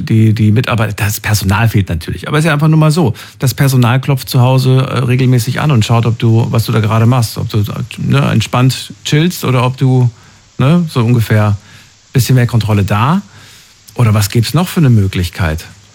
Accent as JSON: {"language": "German", "region": "Thuringia", "country": "Germany", "tie": "born there", "said": "Ich bin in Thüringen geboren, das war früher so."}